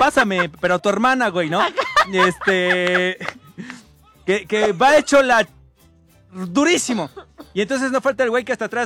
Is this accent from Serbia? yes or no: no; Mexico; Entonces, independientemente de eso, cuando escuchas un mariachi, te llenas de orgullo de decir, es que soy mexicano y esta es mi música.